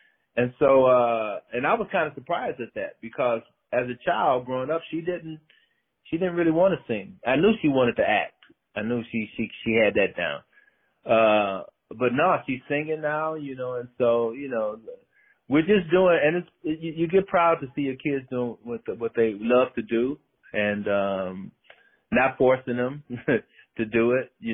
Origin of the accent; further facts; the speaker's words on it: Detroit, Michigan, United States; we grew up in the middle of Motown, right?